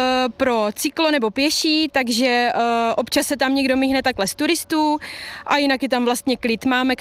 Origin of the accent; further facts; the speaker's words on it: South Moravian Region, Czechia; já jsem kousek od Blanska, máme farmu na kraji Moravského krasu